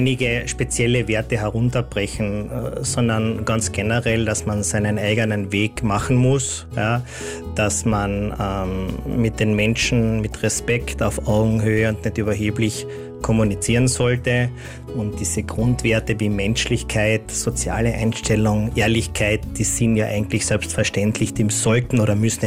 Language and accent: German; St. Veit an der Glan, Carinthia, Austria; moved away as an adult; also born or lived in Vienna; Meine Kindheit durfte ich in St. Veit an der Glan verbringen, bin dort auch zur Schule gegangen und habe dort auch am dortigen Gymnasium dann maturiert. Und im Anschluss an diese Matura ging es dann nach Wien.